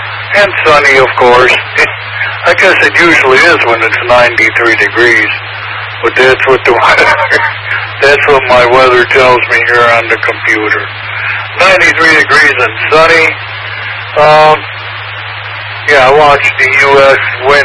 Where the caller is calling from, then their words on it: Medina, Ohio, United States; here in Medina, Ohio, suburban Cleveland